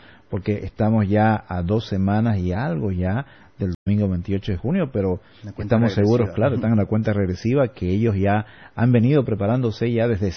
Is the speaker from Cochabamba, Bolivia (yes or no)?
no; Santa Cruz, Bolivia; todos nosotros como cruceños, como bolivianos